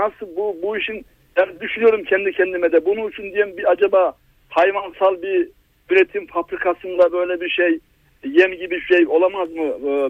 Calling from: Istanbul, Turkey; İstanbul'dan

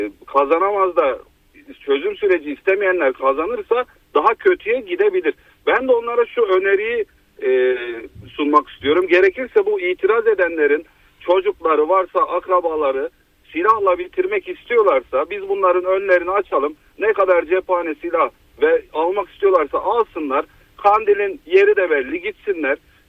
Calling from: Antalya, Turkey; Antalya'dan.

